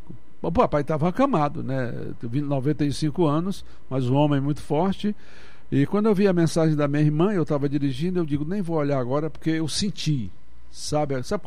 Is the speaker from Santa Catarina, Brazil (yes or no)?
no; Santa Quitéria, Ceará, Brazil; Nós somos de São José do Frade, que é um distrito. Agora é Raimundo Martins, mas ele é um distrito de Santa Quitéria